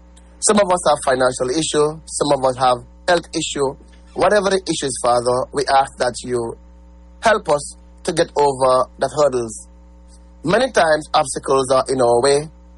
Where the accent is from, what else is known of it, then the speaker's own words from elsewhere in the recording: St. Kitts & Nevis; I'm from the West, which is the best.